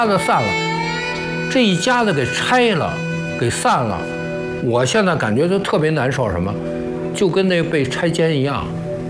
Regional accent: China; 作为中国人

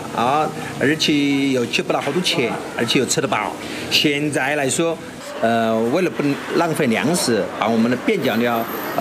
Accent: Leshan, Sichuan, China; 我们就是乐山的一块地标性的美食

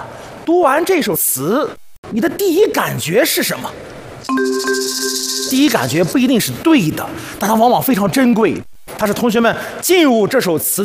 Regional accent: Shandong, China; born or raised there; moved away

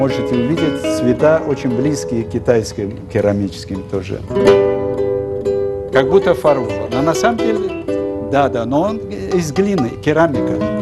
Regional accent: Uzbekistan; нефритовое озеро. Нефритовое озеро, оно, значит, за Ташкентом, за столицей нашей страны.

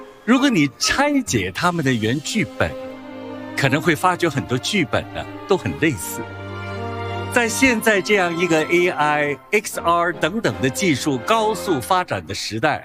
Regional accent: Hong Kong; 如果我们香港人讲这个好是怎么讲呢？

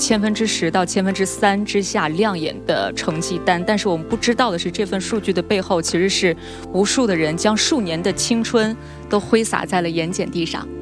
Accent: Northeast China, China

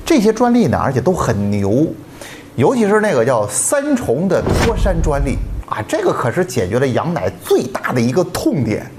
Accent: Xuzhou, Jiangsu, China; 大家好，

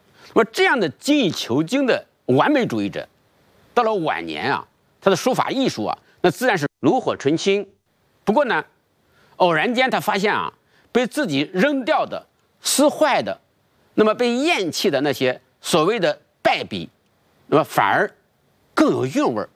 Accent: China; 但是这一点都不耽误我们中国人对小满这个解气的独特的哲学思考。

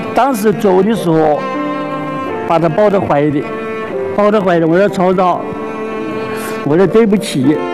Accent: Huangpi, Hubei, China; moved away as an adult; now in Yinchuan, China; 我的老家湖北黄陂。

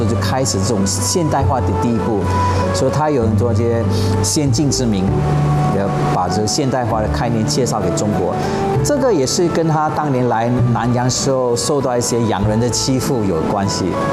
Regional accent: Penang, Malaysia; 我是在槟城土生土长的华人。

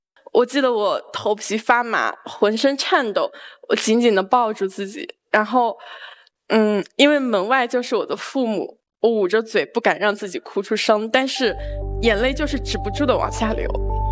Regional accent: Zibo, Shandong, China; 作为一个淄博人

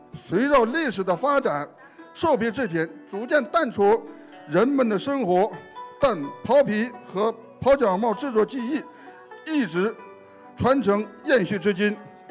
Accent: Hulunbuir, Inner Mongolia, China; 达尔族。我出生于内蒙古呼伦贝尔大兴安岭林区的猎民家庭

